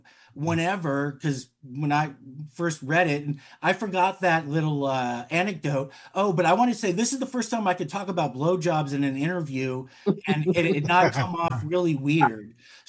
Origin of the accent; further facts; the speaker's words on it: Kansas City, United States; I grew up in Kansas City